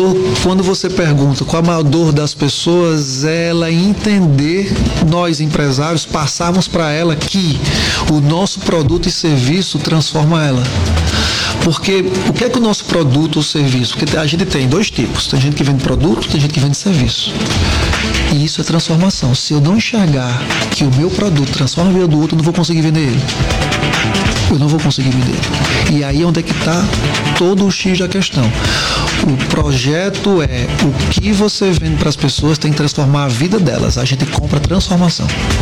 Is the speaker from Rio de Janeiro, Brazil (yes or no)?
no; Paraíba, Brazil; E eu fiz em São Paulo e trouxe para Paraíba por ser paraibano.